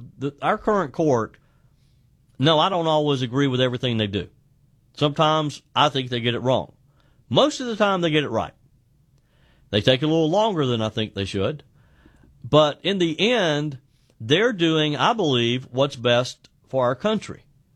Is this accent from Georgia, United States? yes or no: no; South Carolina, United States; James Clyburn from my home state of South Carolina is making that argument.